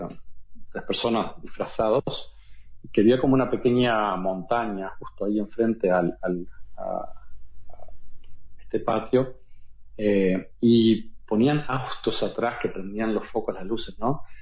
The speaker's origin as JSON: {"language": "Spanish", "country": "Uruguay", "said": "soy de Uruguay"}